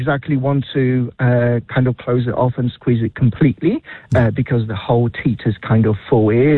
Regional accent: Poland; English is a second language; now in New Zealand; You can probably guess from my accent that I don't exactly come from New Zealand. So I grew up in a little town in southwestern of Poland, where my parents did have a little farm in the hills.

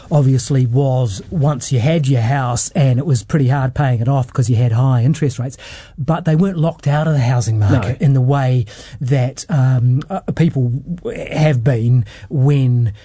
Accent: New Zealand; the house I grew up in Kashmir Hill

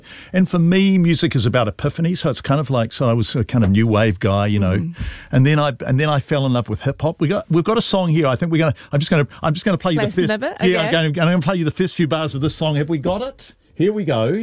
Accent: Wellington, New Zealand; I was growing up in Wellington.

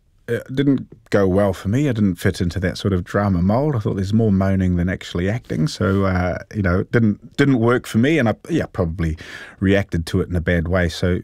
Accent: Hastings, Hawke's Bay, New Zealand; I grew up in Hastings.

